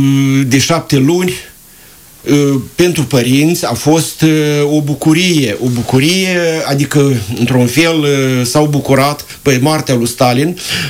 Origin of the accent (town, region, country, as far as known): Măcărești, Ungheni District, Moldova; born or raised there; also born or lived in Irkutsk Oblast, Russia